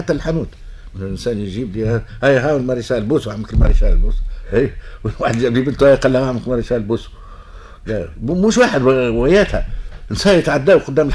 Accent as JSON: {"language": "Arabic", "town": "Tunis", "region": "Tunis Governorate", "country": "Tunisia", "tie": "born there", "moved": "as an adult", "lives_now": "Ezzahra, Tunisia", "said": "انا تولدت في دارنا زنقة سيدي دلة عدد 46"}